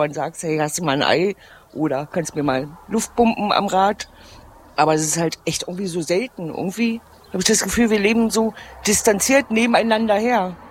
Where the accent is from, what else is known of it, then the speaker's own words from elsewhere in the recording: Mieste, Saxony-Anhalt, Germany; Ich komme aus Mieste, das ist mitten im Drömmling in der Altmark. Ja, ist halt alles wahnsinnig ländlich, ne? Also wir haben mehr Bäume als Menschen.